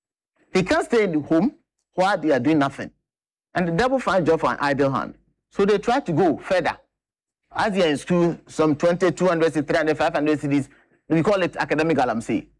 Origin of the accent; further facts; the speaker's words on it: Bono, Ghana; I'm from Bongahafu or Bono region.